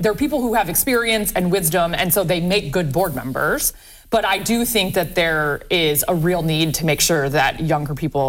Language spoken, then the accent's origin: English; Sylvania, Ohio, United States; now in Toledo, United States; I was born in Toledo. We quickly moved to Sylvania. I was raised in Sylvania, yep. And I went to college at Bowling Green State University, and then I have never left. I am born and raised and live in Toledo, yeah.